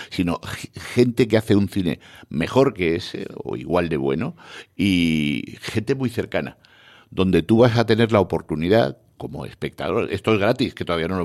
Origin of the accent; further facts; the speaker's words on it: Cádiz, Andalusia, Spain; puntuales seremos como buenos gaditanos.